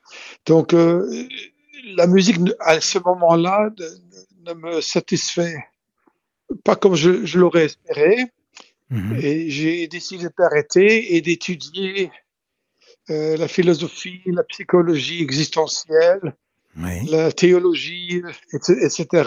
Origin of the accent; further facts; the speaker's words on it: Belgium; Et c'est bizarre, je suis blanc, je suis belge, avec un accent français très prononcé. En anglais.